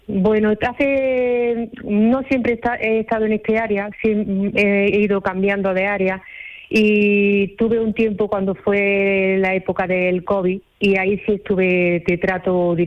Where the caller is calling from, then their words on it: Armilla, Andalusia, Spain; Sí, vivo aquí en Armilla, pero trabajo en otro pueblo de Granada.